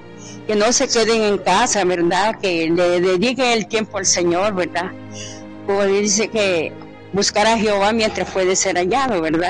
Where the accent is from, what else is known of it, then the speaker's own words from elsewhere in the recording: Campo Cielo, Comayagua, Honduras; Campo Cielo, Comayagua.